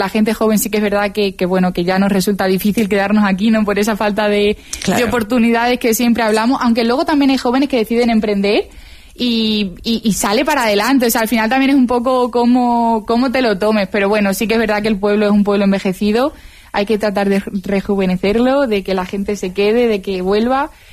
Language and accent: Spanish; Pasarón de la Vera, Extremadura, Spain; si paseas por las calles de mi pueblo